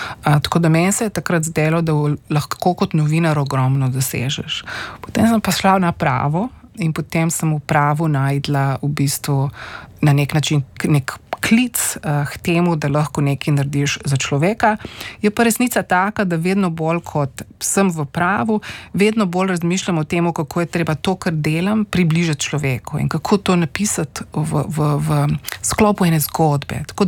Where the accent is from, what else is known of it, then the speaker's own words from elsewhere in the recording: Postojna, Littoral–Inner Carniola, Slovenia; Jaz sem odraščala v Postojni, se pravi pri, oziroma bom reka splošno na Primorske